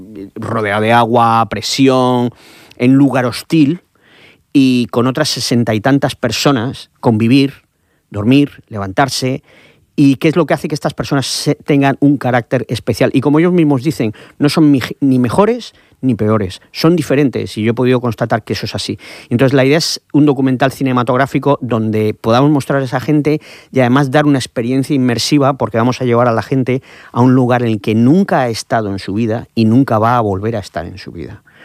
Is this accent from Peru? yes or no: no; Region of Murcia, Spain; donde yo creo que como murcianos y sobre todo los de Cartagena, si alguno me ve por aquí, pues deberían estar muy, muy orgullosos.